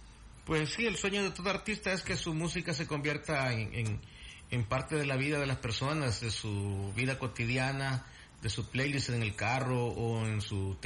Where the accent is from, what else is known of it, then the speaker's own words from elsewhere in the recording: El Salvador; Yo siempre he tenido fe en mi país, por eso nunca me he ido de acá.